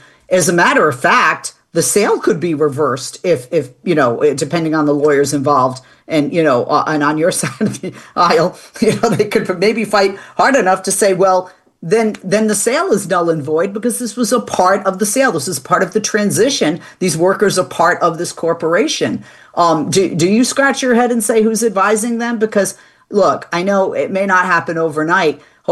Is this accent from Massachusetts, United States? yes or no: yes; Boston, Massachusetts, United States; and I'm from Boston